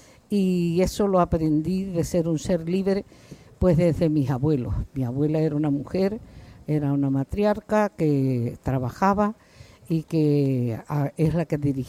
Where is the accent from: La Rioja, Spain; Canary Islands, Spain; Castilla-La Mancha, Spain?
Canary Islands, Spain; Güímar; Yo soy la Mencella porque yo digo que uno nace donde nace. Por circunstancias de la vida, mis abuelos son de Lanzarote y Fuerteventura y mi madre también. Mi padre es de aquí